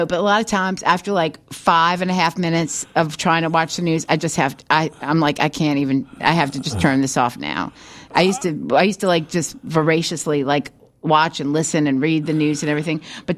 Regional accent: Brooklyn, New York, United States; from Brooklyn.

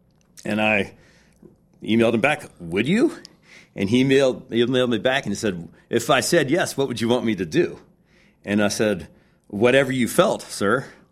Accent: Virginia, United States; And I met him at a restaurant in Virginia Beach. I grew up in Virginia when I was 16 years old.

